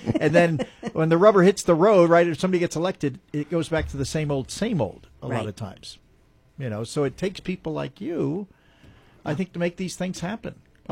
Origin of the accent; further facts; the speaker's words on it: New Jersey, United States; I'm from New Jersey. So New Jersey, it was like, what's in it for me type of thing.